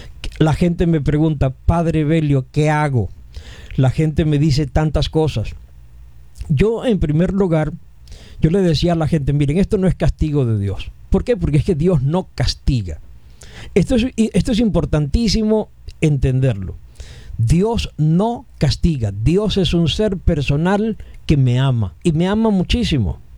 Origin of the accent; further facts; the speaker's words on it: Venezuela; Estamos nosotros como venezolanos viviendo una experiencia de duelo tremendo